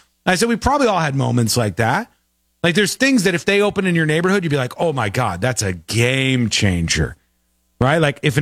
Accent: West Palm Beach, Florida, United States; We saw them all the time growing up in West Palm Beach, Florida.

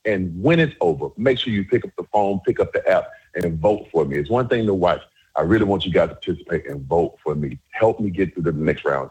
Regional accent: Alabama, United States; I go, I'm from Alabama. They go, Alabama. They say it that way every time. Alabama.

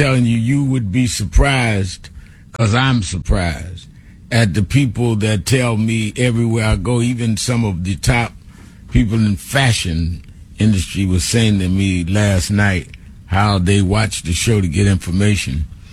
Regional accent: Brooklyn, New York, United States; I grew up in Brooklyn, and we would debate.

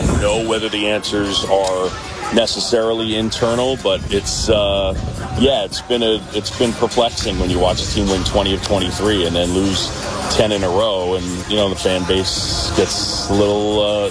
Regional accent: New York City, New York, United States; Yeah, so I grew up in New York City, and one of my childhood friends, a kid named Tim Sheehy, we met when I was 7 years old.

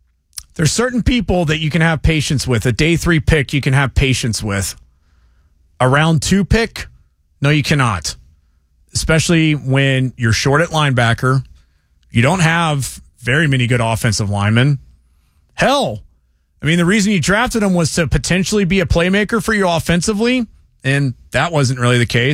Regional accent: Germany; I'm from Germany originally.

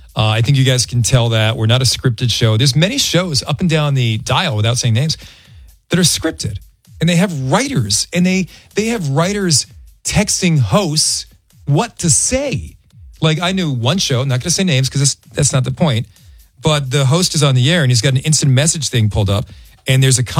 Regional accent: Ireland; Dude, I'm Irish. I'm planning my own funeral since I was born.

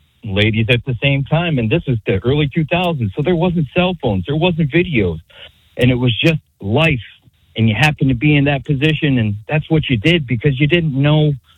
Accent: New York, United States; So I'm sitting in the office, and I'm listening to conversations about Cornell, and I'm from New York.

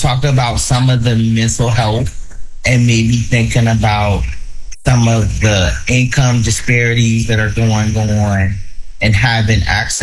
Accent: Newport News, Virginia, United States; We're from Newport News. We're from this area. We're from Chesapeake.

